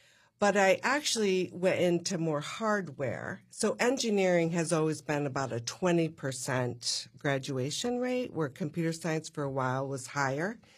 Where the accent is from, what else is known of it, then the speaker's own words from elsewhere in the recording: Endicott, New York, United States; I grew up in the birthplace of IBM.